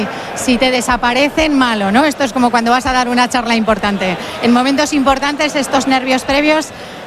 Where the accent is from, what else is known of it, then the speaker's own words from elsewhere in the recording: Pamplona, Navarre, Spain; la gente que somos de Pamplona